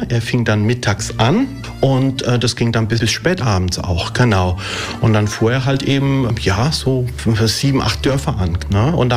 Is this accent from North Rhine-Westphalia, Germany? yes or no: no; Rhineland-Palatinate, Germany; aber ich bin im Westerwald aufgewachsen. Deswegen habe ich keinen allgäuischen Dialekt oder Slang.